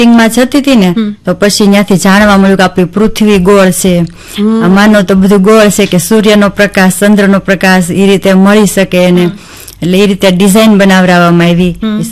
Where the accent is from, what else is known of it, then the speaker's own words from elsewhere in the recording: Gujarat, India; જસદણ થી અમારું ગામ 10 કિલોમીટર થાય.